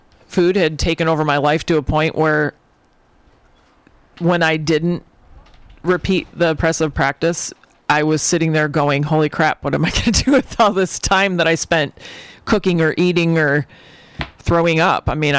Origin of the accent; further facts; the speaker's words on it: Michigan, United States; also born or lived in Miami / New Zealand / Tennessee; now in Milwaukee, United States; I grew up in Michigan, and after being in Miami and New Zealand